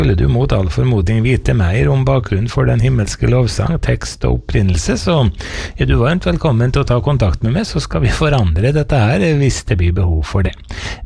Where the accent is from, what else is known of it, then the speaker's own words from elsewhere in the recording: Møre og Romsdal, Norway; både på Nordmøre der jeg vokste opp